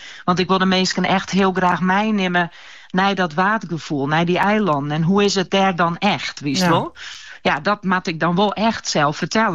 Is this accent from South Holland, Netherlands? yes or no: no; Ameland, Friesland, Netherlands; Want ik bellen en ik zei … En dat scheelt al een heel een.